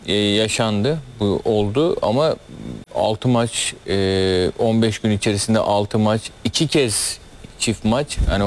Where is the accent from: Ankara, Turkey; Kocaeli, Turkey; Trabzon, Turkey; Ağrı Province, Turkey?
Trabzon, Turkey; moved away; ilk memleketime gittim, Trabzon'a.